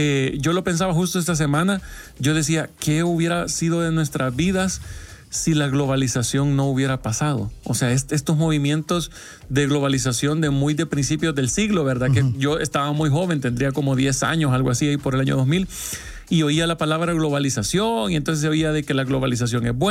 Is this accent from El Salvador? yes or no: yes; El Salvador; vamos a decir como salvadoreños, pero me atrevería a meter en la buchaca a todos los latinos